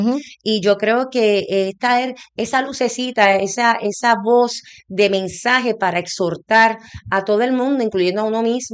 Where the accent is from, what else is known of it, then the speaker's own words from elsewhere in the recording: Puerto Rico; especialmente en mi país, Puerto Rico, que no pierdan la esperanza